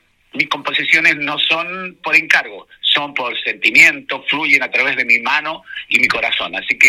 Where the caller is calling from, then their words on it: Rengo, O'Higgins, Chile; yo agradecerle a Rengo darme la oportunidad de estar acá, de desarrollar mi vida. Hace ya son 37, 38 años que estoy ligado a esta hermosa comuna. Así que me siento, como digo, tan renguino.